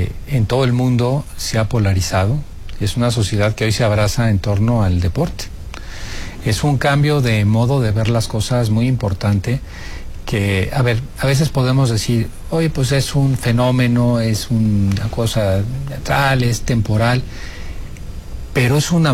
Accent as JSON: {"language": "Spanish", "country": "Mexico", "said": "Yo soy mexicano estoy orgullosa de ser mexicano"}